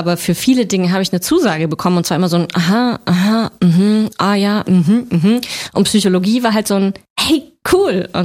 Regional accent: Freiburg, Baden-Württemberg, Germany; Ich komme aus der Sonnenstadt, genau.

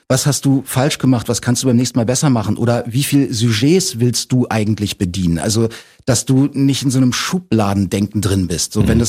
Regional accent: Berlin, Germany; dass ich in diesem elften Stock, wo ich groß geworden bin, in diesem Hochhaus.

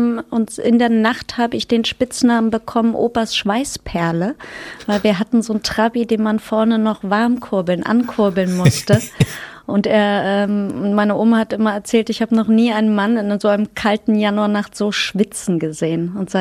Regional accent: Potsdam, Brandenburg, Germany; also born or lived in Zehdenick; now in Berlin, Germany; Von hier Zedenick geboren, Potsdam aufgewachsen und dann in den Osten von Berlin gezogen, immer noch Ossi, ja.

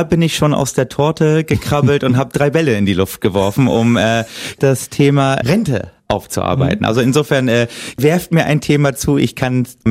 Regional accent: Oldenburg, Lower Saxony, Germany; Ich komme aus Oldenburg, Niedersachsen.

